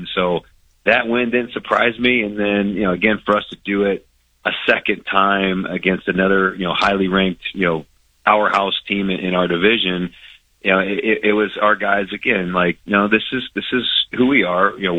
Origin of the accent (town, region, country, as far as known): Ohio, United States